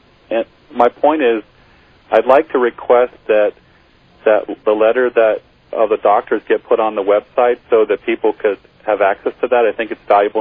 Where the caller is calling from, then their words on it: Grass Valley, California, United States; I'm calling from Grass Valley, California.